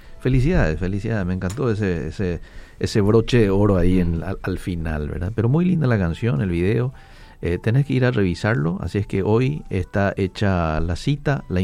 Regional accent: Paraguay; Y estamos expectantes como paraguayos

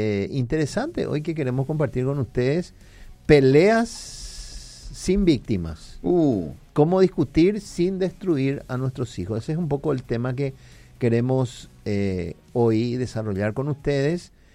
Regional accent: Cuba; Que yo soy cubano, chicos.

